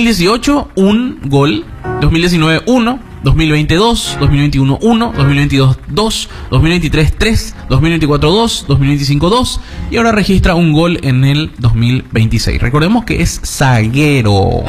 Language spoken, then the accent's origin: Spanish; Paraguay; No sé por qué traduzco si somos todos paraguayos, ¿verdad?